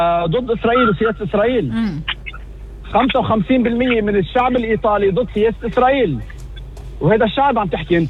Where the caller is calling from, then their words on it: South Lebanon, Lebanon; انا من الملكية من الجنوب لهلا عندنا 400 دونم لجدودي